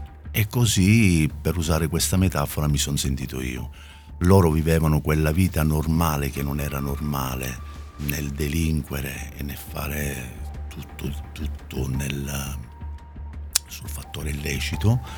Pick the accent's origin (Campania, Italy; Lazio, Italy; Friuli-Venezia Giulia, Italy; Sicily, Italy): Sicily, Italy; Catania; also born or lived in Milan; io sono nato a Milano ma sono cresciuto già dalla tenera età a Catania, che come sappiamo è una città ad alta densità di criminalità. Vengo appunto da un quartiere cosiddetto tra virgolette caldo